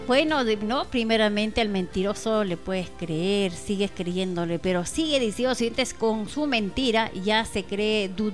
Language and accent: Spanish; Peru; en nuestro país, en nuestro querido Perú